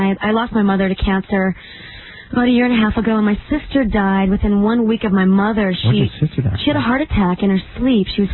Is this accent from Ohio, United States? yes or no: yes; Ohio, United States; I'm from Ohio, so I'm used to eating a lot of junk.